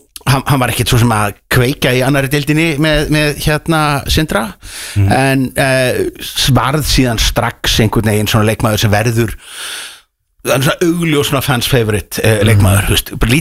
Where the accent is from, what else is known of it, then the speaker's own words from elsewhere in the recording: Reykjavík, Capital Region, Iceland; ég er náttúrulega miklu leiti ólst upp í Vesturbænum